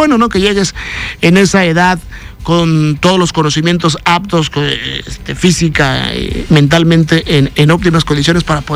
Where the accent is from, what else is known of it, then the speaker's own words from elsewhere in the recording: Francisco Villa, Quintana Roo, Mexico; Soy de Francisco Villa, un pueblo antes de Nicolás Bravo.